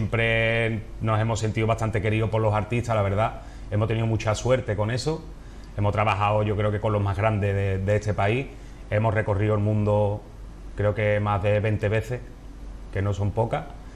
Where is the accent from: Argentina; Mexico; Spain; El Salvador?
Spain; Cádiz, Andalusia; Y para la música, serio, como artista gaditano, ¿no?